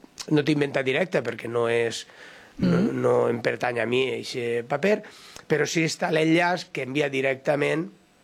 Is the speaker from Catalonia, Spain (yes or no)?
no; Alcoy, Valencian Community, Spain; a mi em va demanar que com a Alcoià escriguera sobre dos alcaldes que foren cabdals